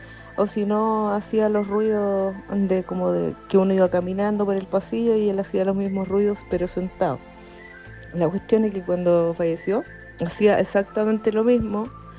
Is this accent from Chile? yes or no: yes; Coinco, O'Higgins, Chile; born there; En Coinco, donde yo nací